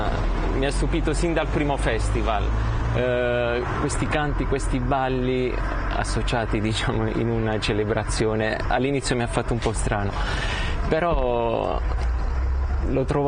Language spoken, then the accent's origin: Italian; Terlizzi, Apulia, Italy; vengo dalla Puglia, dalla provincia di Bari, Terlizzi in realtà, un paese a nord di Bari.